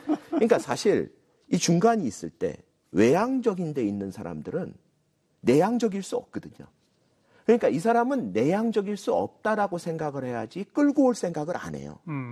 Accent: South Korea

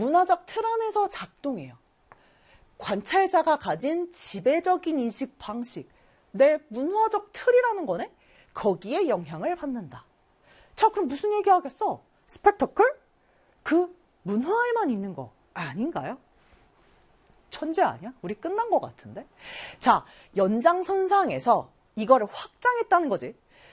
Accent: South Korea; 선생님은 한국인. 나는 한국인의 사고를 가지고 있는 거야.

